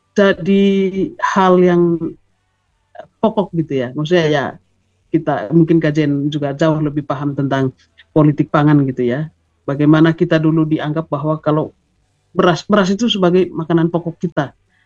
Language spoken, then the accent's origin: Indonesian; East Nusa Tenggara, Indonesia; ya memang ini makanan pokok kita orang NTT